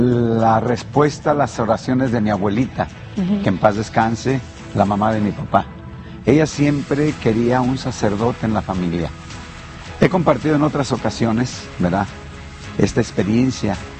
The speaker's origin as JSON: {"language": "Spanish", "region": "Guanajuato", "country": "Mexico", "tie": "born or raised there", "moved": "yes", "said": "Ahí en mi pueblo. Yo soy del estado de Guanajuato"}